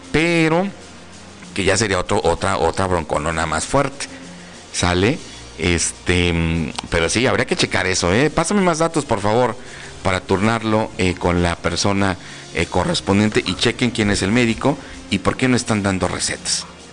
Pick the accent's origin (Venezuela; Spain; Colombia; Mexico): Mexico; Villa Morelos, Chiapas; Lo que pasa es de que somos de Villamorelos y acá tenemos la clínica.